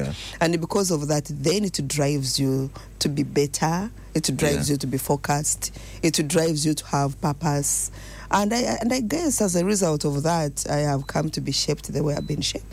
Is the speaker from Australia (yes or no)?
no; Uganda; born there; moved away; also born or lived in Eswatini; So imagine where I'm born from Uganda, but along the way, because I've been out of Uganda for a while.